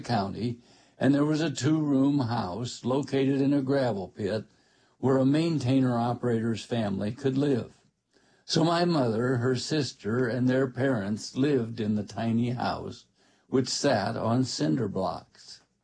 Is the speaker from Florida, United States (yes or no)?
no; Iowa, United States; Born and raised in Iowa, I have many grand memories of this beautiful state.